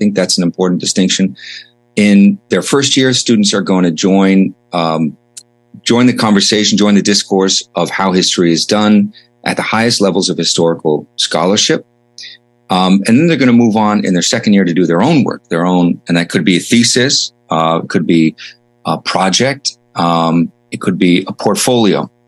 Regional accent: New York, United States; now in California, United States; Yeah, I'm from New York, from upstate New York, and I went to SUNY Albany as an undergrad, State University of New York at Albany.

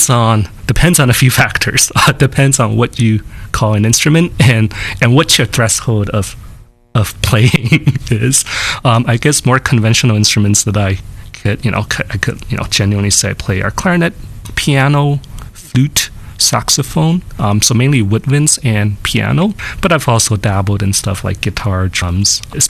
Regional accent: New York City, New York, United States; now in San Bernardino, United States; So I'm a New Yorker. So I grew up in Queens, New York. Actually, I kind of had a pretty suburban life for the first, I don't know, few years until high school.

